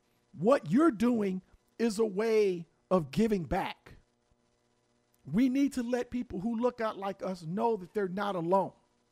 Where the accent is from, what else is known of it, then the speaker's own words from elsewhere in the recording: Cleveland, Ohio, United States; But he's from Toledo in Ohio. Mm-hmm. I'm from Cleveland.